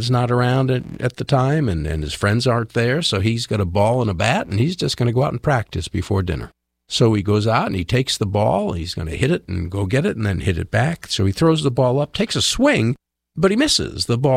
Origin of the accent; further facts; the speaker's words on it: New England, United States; moved away; I am from New England.